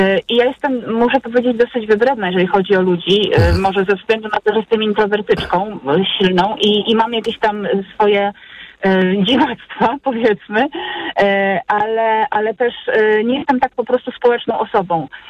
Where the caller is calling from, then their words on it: Masovian Voivodeship, Poland; Ja jestem z Mazowsza